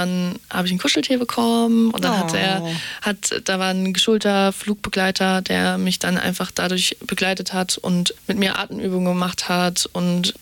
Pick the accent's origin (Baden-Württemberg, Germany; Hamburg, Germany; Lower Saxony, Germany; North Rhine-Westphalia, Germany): Hamburg, Germany; wo ich wirklich den Sommer über nicht in meiner Heimatstadt war. Echt? Also in Hamburg.